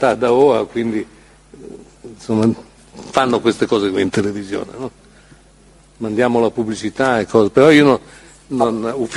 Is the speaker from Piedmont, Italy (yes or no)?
yes; Turin, Piedmont, Italy